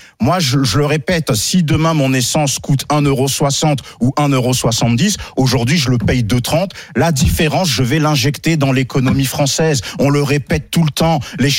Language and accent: French; France; On est toujours des Français bêtes.